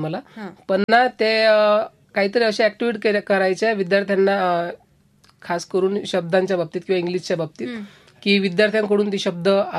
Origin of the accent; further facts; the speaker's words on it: Akola district, Maharashtra, India; moved away as an adult; now in Nandgaon, India; मी तसा मूळचा अकोला जिल्ह्याचा.